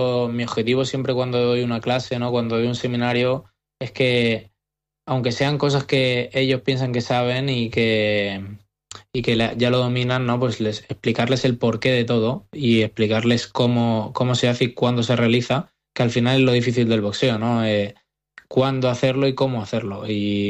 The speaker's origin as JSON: {"language": "Spanish", "town": "Alicante", "region": "Valencian Community", "country": "Spain", "said": "ellos son argentinos y yo soy de aquí, de Alicante, y les mando un abrazo"}